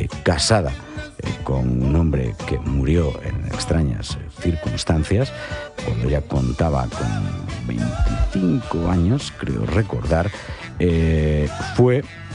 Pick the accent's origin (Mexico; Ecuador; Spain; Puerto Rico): Spain; Galicia; Yo soy gallego, a ver las islas, ¿vale?